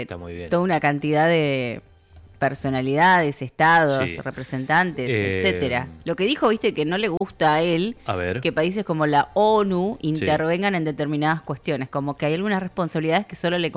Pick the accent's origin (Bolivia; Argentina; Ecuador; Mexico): Argentina